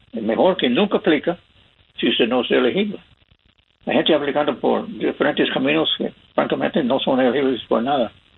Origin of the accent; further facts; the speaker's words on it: Michigan, United States; Spanish is a second language; now in California, United States; yo nací aquí en California, pero fui criado en el estado de Michigan.